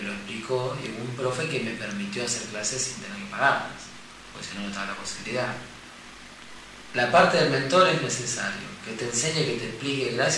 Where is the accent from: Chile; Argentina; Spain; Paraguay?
Argentina; Córdoba; como yo soy de Pinelavero, de un pueblo chico de Córdoba también